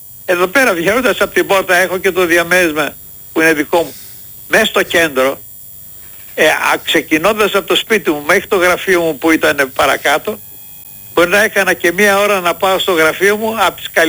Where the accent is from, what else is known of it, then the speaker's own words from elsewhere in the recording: Athens, Attica, Greece; now in Kavala, Greece; Γιατί το σπίτι μου, η οικογένειά μου, η δική μου είναι στην Αθήνα. Είμαι Αθηναίος.